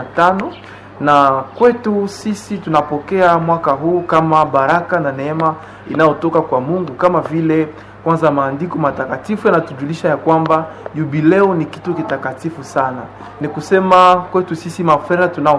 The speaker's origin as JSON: {"language": "Swahili", "town": "Bukavu", "region": "South Kivu", "country": "DR Congo", "said": "natokea Arsidioseza ya Bukavu"}